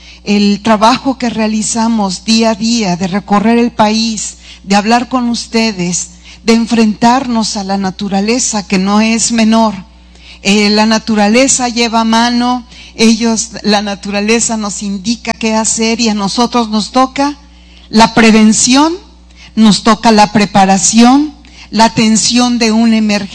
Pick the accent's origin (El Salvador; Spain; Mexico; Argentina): Mexico